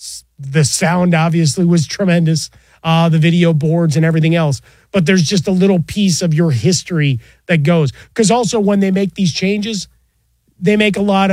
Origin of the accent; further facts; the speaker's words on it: Chicago, Illinois, United States; I'm a Southside Chicago guy